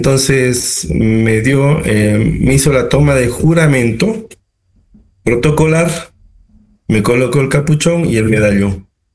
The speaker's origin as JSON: {"language": "Spanish", "country": "Ecuador", "said": "me consideran como un representante cultural del Ecuador."}